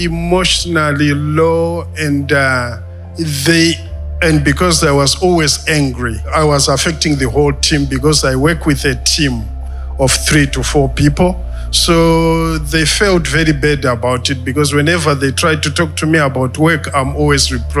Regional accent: Zimbabwe; now in United Kingdom; I am originally from Zimbabwe. I live in the UK.

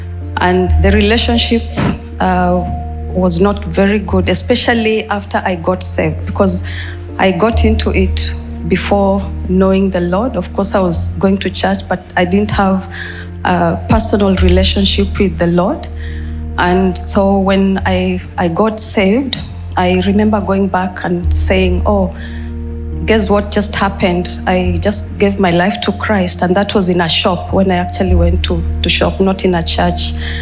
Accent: Kenya; now in Switzerland; I come from Switzerland, but I'm originally from Kenya.

